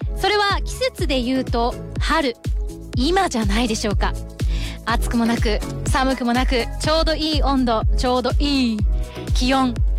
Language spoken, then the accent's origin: Japanese; Okinawa, Japan; moved away; 8月はちょっと長めに地元沖縄に帰ろうと思ってるんですよ。